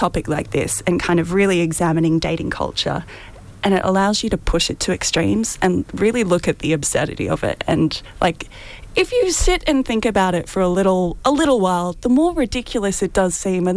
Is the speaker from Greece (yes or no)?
no; Toowoomba, Queensland, Australia; moved away as an adult; now in Brisbane, Australia; So I grew up in Toowoomba. I did my Bachelor's of Creative Arts there, and for the last 10 years I've been in Brisbane